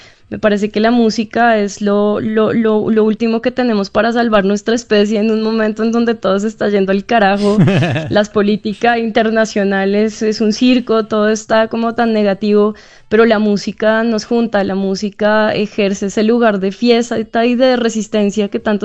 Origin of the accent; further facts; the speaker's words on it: Chía, Cundinamarca, Colombia; yo, claro, me considero bogotana, pero en realidad soy de la periferia bogotana, yo soy de un lugar que se llama Chía.